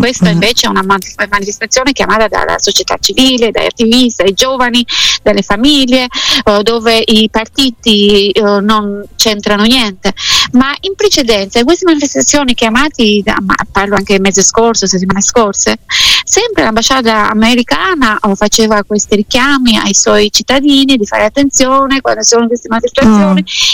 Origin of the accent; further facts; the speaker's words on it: Tirana, Tirana County, Albania; Io sono molto critica perché amo il mio paese, amo la mia Tirana.